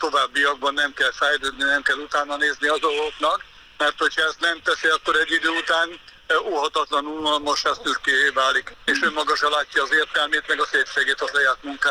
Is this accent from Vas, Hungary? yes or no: yes; Körmend, Vas, Hungary; born or raised there